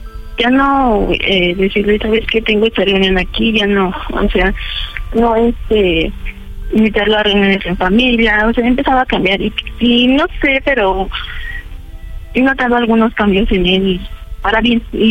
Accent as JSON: {"language": "Spanish", "town": "Magdalena Contreras", "region": "Mexico City", "country": "Mexico", "said": "31 años y soy yo, la Magdalena Contreras."}